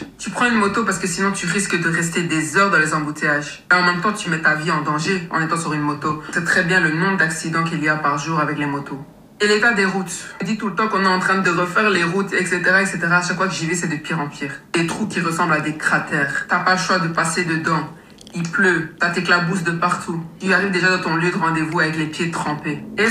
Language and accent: French; DR Congo